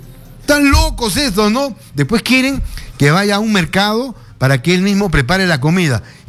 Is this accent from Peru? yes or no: yes; Peru; Qué monos somos los peruanos